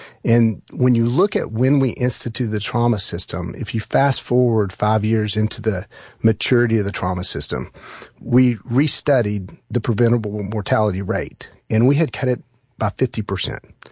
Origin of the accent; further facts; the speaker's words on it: Fort Smith, Arkansas, United States; went back to work near my hometown in Fort Smith.